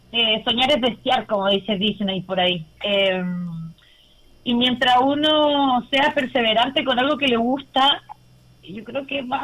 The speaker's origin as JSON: {"language": "Spanish", "town": "Santiago", "region": "Santiago Metropolitan Region", "country": "Chile", "moved": "yes", "lives_now": "Viña del Mar, Chile", "said": "yo soy de Peñalolén, de familia normal, estudié en un colegio público"}